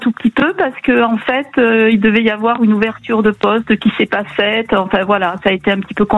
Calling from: Occitanie, France; Alors, je vous appelle de Haute-Garonne.

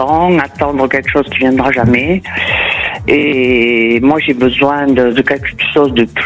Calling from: Occitanie, France; Des Pyrénées-Orientales

